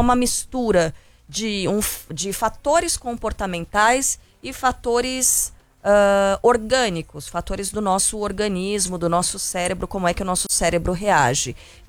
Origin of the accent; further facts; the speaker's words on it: Brazil; eu sou brasileiro com muito orgulho, com muito amor.